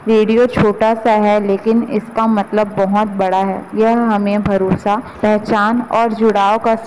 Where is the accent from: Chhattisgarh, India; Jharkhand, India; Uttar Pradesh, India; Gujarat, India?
Chhattisgarh, India; Raigarh; और मैं कबीर चौक रायगढ़ की निवासी हूँ।